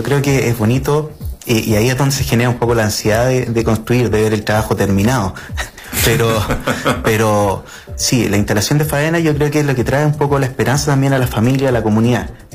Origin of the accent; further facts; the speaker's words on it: Chile; la manera que tenemos nosotros de desarrollar la ciudad acá en Chile